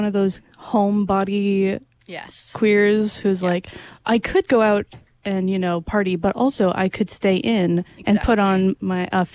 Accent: Newfoundland and Labrador, Canada; You know, I am from Newfoundland

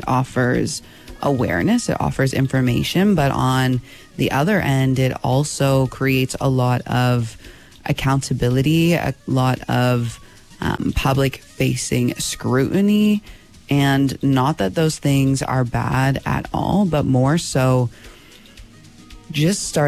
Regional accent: Canada; sometimes I do forget that I'm Canadian

